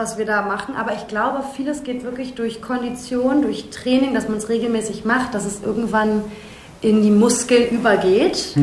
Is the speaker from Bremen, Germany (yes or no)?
no; Berlin, Germany; ich bin in Berlin groß geworden, bin auch Berlinerin und bin lustigerweise auch in so einem Haus groß geworden, wie das wir im Stück eigentlich haben, in einem Hausprojekt mit meinen Eltern.